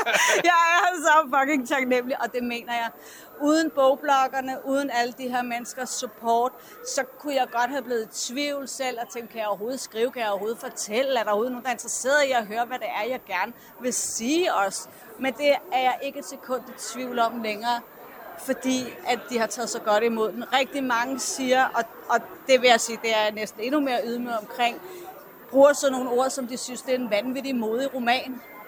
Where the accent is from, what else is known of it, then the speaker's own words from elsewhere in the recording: Copenhagen, Capital Region of Denmark, Denmark; Er fra Vesterbro.